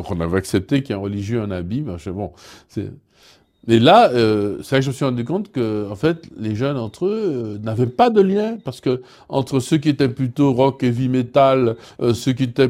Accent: Martinique; Et tu dis, je suis de la France, de la Martinique.

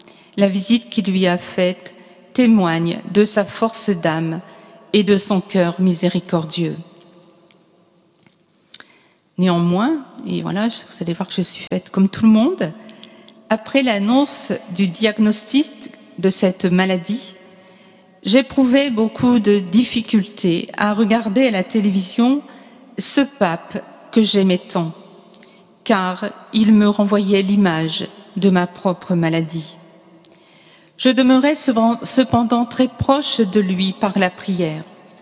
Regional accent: Cambrai, Hauts-de-France, France; moved away as an adult; also born or lived in Aix-en-Provence; Je suis originaire du diocèse de Cambrai, donc à côté de la Belgique, née à la maternité catholique de Cambrai. J'ai grandi dans une famille catholique très pratiquante et je suis l'aînée de 5 enfants.

